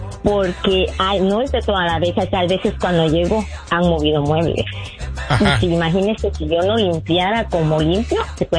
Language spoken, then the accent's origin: Spanish; Guatemala; moved away; Así decimos en Guate, ¿verdad?